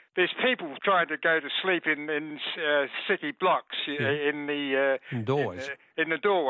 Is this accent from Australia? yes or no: yes; Adelaide, South Australia, Australia; Now, I was born in 1946, and I remember growing up in Adelaide, as a matter of fact.